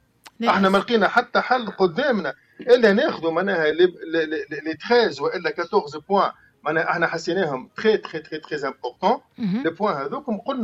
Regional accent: Tunisia; now in France

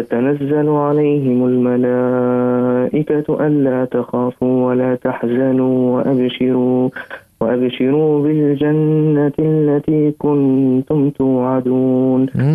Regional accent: Sousse, Sousse Governorate, Tunisia

